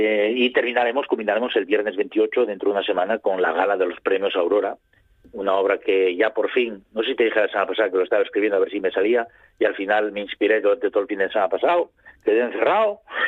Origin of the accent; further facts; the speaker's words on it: Asturias, Spain; a mí me viene, como buen asturiano